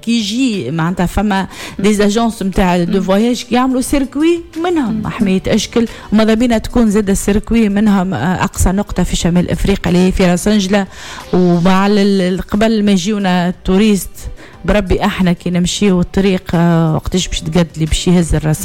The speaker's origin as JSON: {"language": "Arabic", "country": "Tunisia", "said": "وتونس راهي متاعنا"}